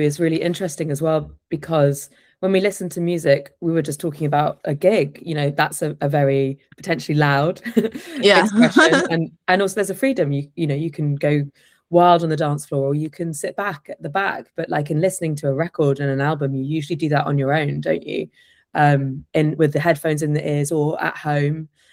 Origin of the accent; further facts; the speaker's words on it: Plymouth, South West England, United Kingdom; And I grew up in Plymouth by the seaside in a very homophobic town that was not like diverse, quote unquote diverse, in any way